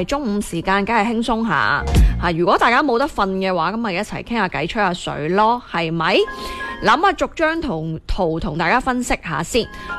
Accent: Guangdong, China; 我哋广东人

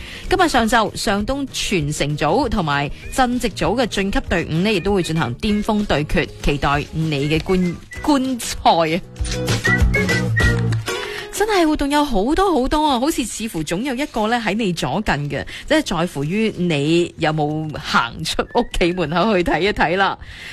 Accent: Foshan, Guangdong, China; 包括我哋作为佛山人

